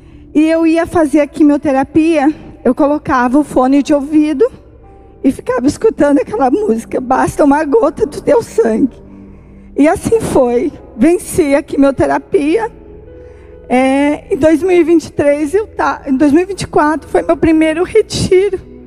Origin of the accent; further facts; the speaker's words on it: Araucária, Paraná, Brazil; Eu sou de Araucária.